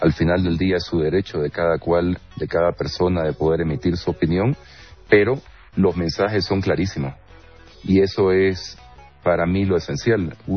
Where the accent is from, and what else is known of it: Bolivia